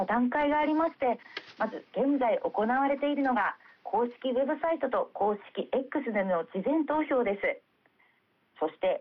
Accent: Ibaraki, Japan; 私の地元茨城町からは

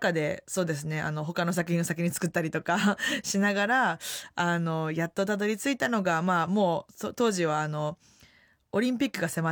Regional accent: Osaka, Japan; 私自身の大阪出身の大阪の方でも、まあ、自分の母校であったりとか、まあ、やっぱり大阪に知り合いがいたと思ってたので

